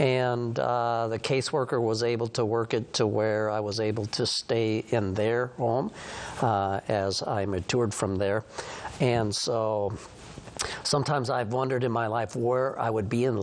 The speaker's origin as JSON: {"language": "English", "town": "Seattle", "region": "Washington", "country": "United States", "tie": "born or raised there", "said": "I grew up in the Seattle area on the south side of Seattle, and so I grew up as a ward of the court of the state of Washington. Lived in 16 different homes during that time."}